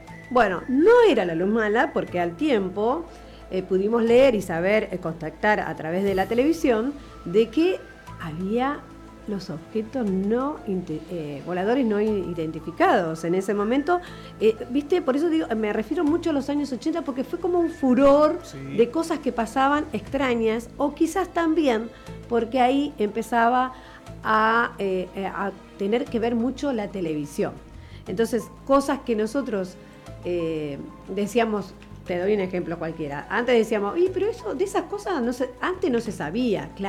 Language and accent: Spanish; General Villegas, Buenos Aires Province, Argentina; Yo estaba en mi pueblo, en mi ciudad ahora, General Villegas